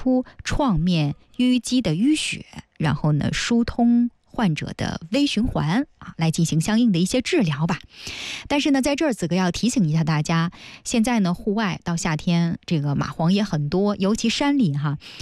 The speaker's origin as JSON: {"language": "Chinese", "region": "Northeast China", "country": "China", "moved": "yes", "said": "毕竟我是个东北人"}